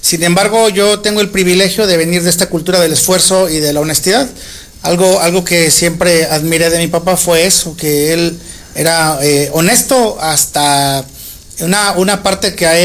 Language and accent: Spanish; San Luis Potosí, Mexico; now in Rioverde, Mexico; yo soy potosino, yo soy de la capital.